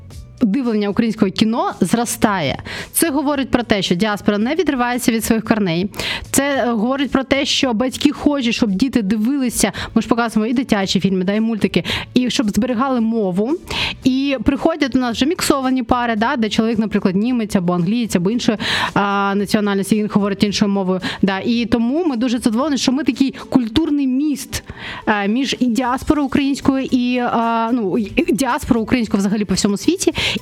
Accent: Simferopol, Crimea, Ukraine; І всі, хто сумує за Кримом так, як я, а я з Криму, Сімферополю

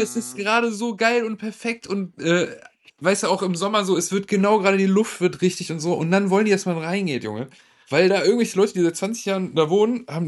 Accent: North Rhine-Westphalia, Germany; now in Cologne, Germany

